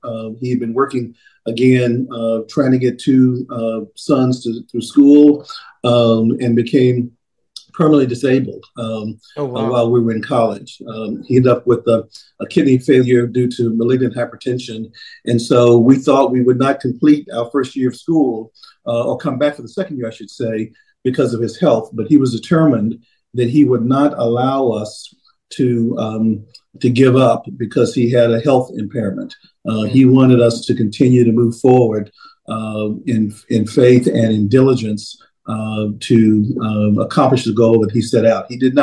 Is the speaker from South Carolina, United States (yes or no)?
no; Dallas, Texas, United States; born or raised there